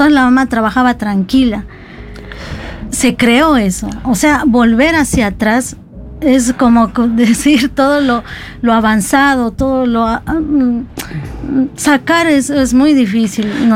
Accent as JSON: {"language": "Spanish", "country": "Bolivia", "moved": "as an adult", "lives_now": "Buenos Aires, Argentina", "said": "Soy de Bolivia, soy boliviana"}